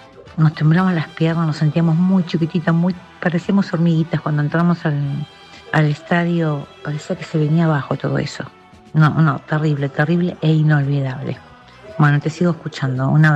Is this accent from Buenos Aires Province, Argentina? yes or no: yes; Santos Lugares, Buenos Aires Province, Argentina